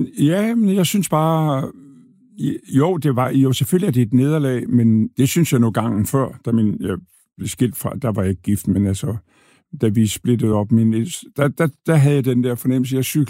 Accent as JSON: {"language": "Danish", "town": "Thy", "region": "North Denmark Region", "country": "Denmark", "said": "bunderøv fra Thy. Det har jeg altid været. Og det er ikke, altså, man skal aldrig skilte med det der med, at jeg er fra Jylland"}